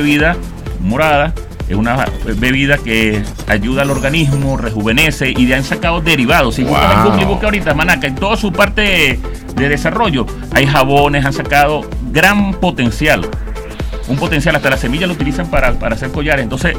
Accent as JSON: {"language": "Spanish", "town": "Puerto Ayacucho", "region": "Amazonas", "country": "Venezuela", "tie": "born there", "said": "Yo, por lo menos, nací en la capital, Puerto Ayacucho, y solamente me sé el saludo de mi pueblo."}